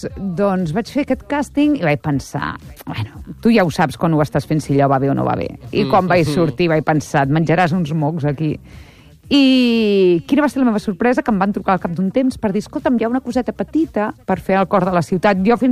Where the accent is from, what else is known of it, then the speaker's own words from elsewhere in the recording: Premià de Mar, Catalonia, Spain; L'última Premià de Mar, a casa meva, al meu poble.